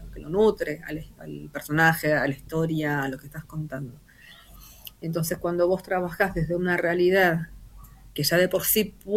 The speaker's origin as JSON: {"language": "Spanish", "country": "Argentina", "said": "cuántos millones somos de argentinos"}